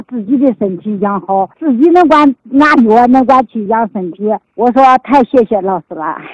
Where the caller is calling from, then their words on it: Xinjiang, China; 我是来自新疆的。